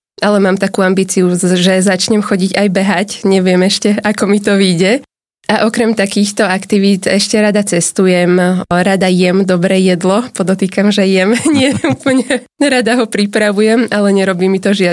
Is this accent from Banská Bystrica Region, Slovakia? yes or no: no; Dubník, Nitra Region, Slovakia; Tak ja síce hovorím väčšinou, že som z Nových Zámkov, ale rozprávam to len preto, lebo to je taký záchytný bod. Kebyže poviem, že bývam v Dubníku, tak každý by sa na mňa pozrel, že nemám šajnu.